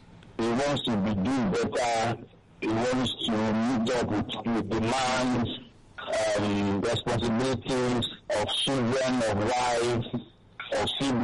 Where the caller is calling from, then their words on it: Abuja, Federal Capital Territory, Nigeria; I'm calling from Abuja.